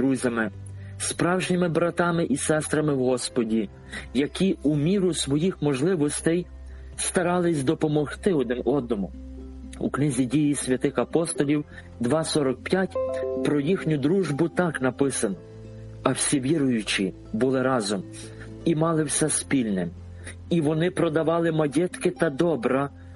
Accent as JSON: {"language": "Ukrainian", "town": "Lviv", "region": "Lviv Oblast", "country": "Ukraine", "tie": "born or raised there", "said": "Доброго дня, слава Богу … я сам родом з Львова"}